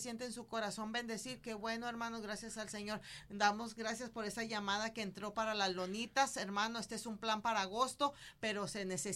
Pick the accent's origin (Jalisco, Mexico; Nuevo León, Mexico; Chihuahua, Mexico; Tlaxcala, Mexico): Nuevo León, Mexico; Pesquería; born there; allá a Pesquería, donde yo nací.